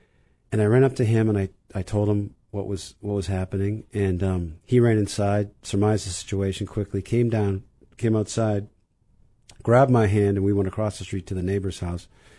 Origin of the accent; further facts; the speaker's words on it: Burlington, Vermont, United States; now in Wellesley, United States; I grew up in Burlington, Vermont.